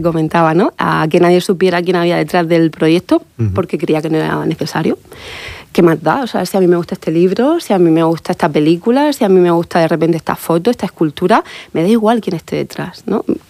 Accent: Murcia, Region of Murcia, Spain; soy de Murcia, me di cuenta que todos los días que transitaba mi ciudad

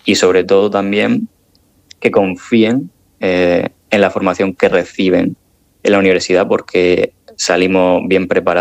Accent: Murcia, Region of Murcia, Spain; now in Zurich, Switzerland; un saludo muy fuerte desde Zúrich para los oyentes y, por supuesto, para mi tierra, para Murcia.

